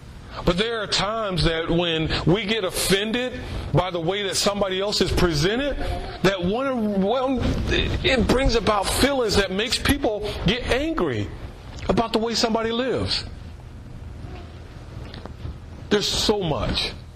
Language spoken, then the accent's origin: English; Jacksonville, Florida, United States; I was born here. I was born in Jacksonville, Florida.